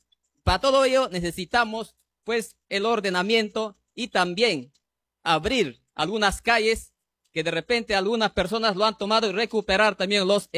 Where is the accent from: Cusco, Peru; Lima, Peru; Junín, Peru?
Junín, Peru; Pichanaki; Soy pichanaquino. Tengo más de 40 años viviendo en este sector y he visto cómo se ha desarrollado mi pueblo.